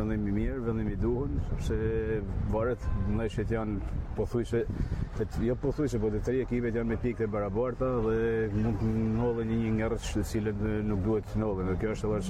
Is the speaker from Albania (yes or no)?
yes; Shkodër County, Albania